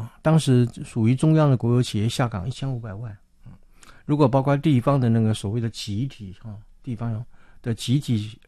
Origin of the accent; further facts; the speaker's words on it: Northeast China, China; moved away; 我是东北人，所以那个年代我曾经回我的家乡，我那个家乡里面的人呢，基本上没有人不下岗的，东北叫老工业地，老工业基地嘛